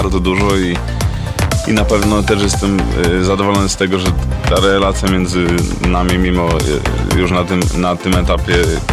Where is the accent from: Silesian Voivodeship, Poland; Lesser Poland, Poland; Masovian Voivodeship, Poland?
Lesser Poland, Poland; Tarnów; Janusz Kowal jest z Tarnowa, ja tak samo jestem z Tarnowa